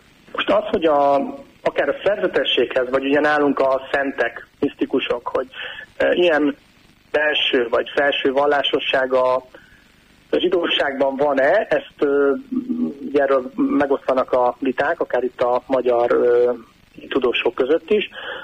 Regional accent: Hungary; itt ugye Magyarországon, hogyha csak a magyar, magyarok vagyunk, meg magyarok hallgatják ezt az adást

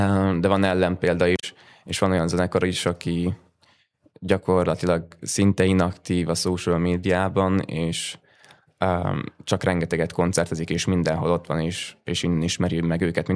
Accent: Gödöllő, Pest, Hungary; mi Gödöllőn nőttünk fel

